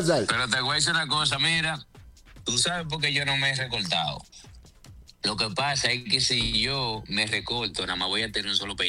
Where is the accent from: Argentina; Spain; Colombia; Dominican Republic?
Dominican Republic; Yo soy un dominicano.